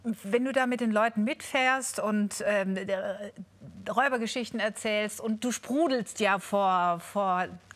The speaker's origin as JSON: {"language": "German", "town": "Bad Saulgau", "region": "Baden-Württemberg", "country": "Germany", "said": "wir kommen beide aus Bad Salgau."}